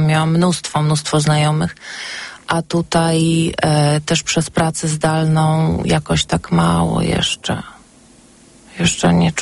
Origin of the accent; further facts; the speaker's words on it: Pionki, Masovian Voivodeship, Poland; also born or lived in Radom / Warsaw; Generalizuję, że jestem z Mazowsza, dlatego że mieszkałam w Pionkach. Znaczy urodziłam się pod Radomiem, mieszkałam dużo w Pionkach, uczyłam się w Radomiu, mieszkałam w Warszawie